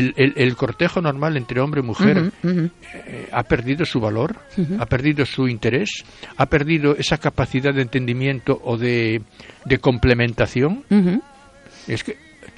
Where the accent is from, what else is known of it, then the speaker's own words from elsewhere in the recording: Spain; Porque soy español.